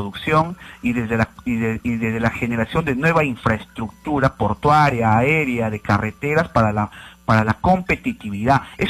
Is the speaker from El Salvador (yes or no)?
no; Loreto, Peru; nuestros hermanos loretanos